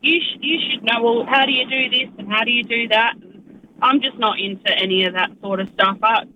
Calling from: Woodchester, South Australia, Australia; And, I finally got a rental up in near Woodchester, thankfully, near Mum's Hill.

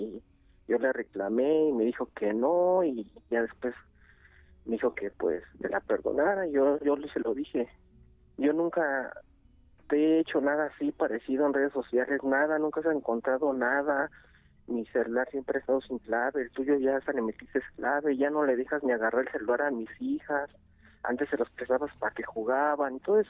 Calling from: Iztapalapa, Mexico City, Mexico; Me encuentro aquí en Iztapalapa.

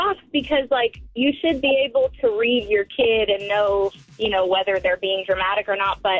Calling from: California, United States; I'm actually calling from Calaveras County.

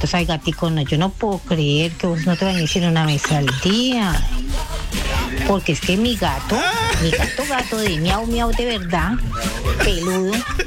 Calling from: Palmira, Valle del Cauca, Colombia; De aquí de Palmira, de San Pedro María

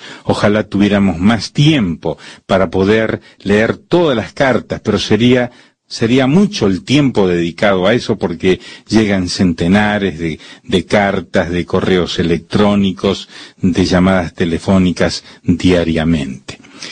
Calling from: La Guaira, Vargas, Venezuela; soy de Venezuela, estado Vargas, La Guaira, San Antonio, calle 9, casa 36, código postal 1166.

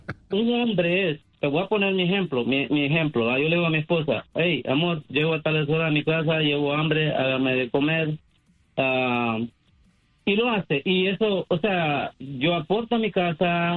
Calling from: Honduras; accent: centroamericano; soy hondureño.

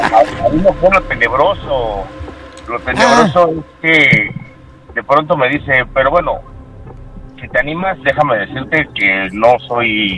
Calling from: Mexico City, Mexico; De la Ciudad de México.

